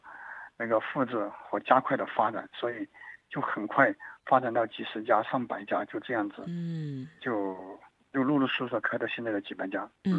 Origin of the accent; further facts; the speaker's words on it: Hegen, Chongqing, China; now in Chongqing, China; 坐了9个多小时的车，翻山越岭，来到了从我们老家那个河根镇联盟村来到了重庆大渡口。那个时候，相当于独自一人嘛，离开家乡